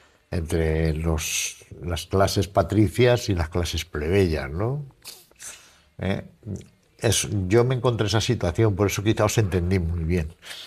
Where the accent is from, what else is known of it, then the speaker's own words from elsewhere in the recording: Valencian Community, Spain; moved away; Yo vengo de una tierra bilingüe, donde hablar en valenciano, que es un dialecto de la rama catalana